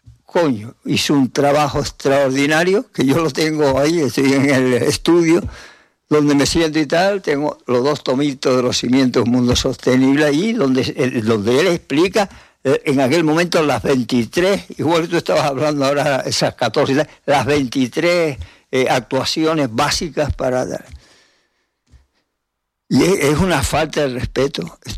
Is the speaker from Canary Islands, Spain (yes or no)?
yes; Guatiza, Canary Islands, Spain; Está ahí al ladito de donde yo nací, en Guatiza.